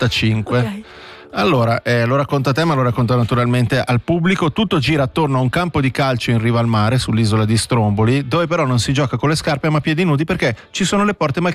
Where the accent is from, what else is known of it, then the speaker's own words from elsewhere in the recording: Switzerland; spiegare che siamo svizzeri, perché sennò gli strombolani ci mettiamo 3 ore a fargli capire cos'è la Svizzera, perché parliamo italiano.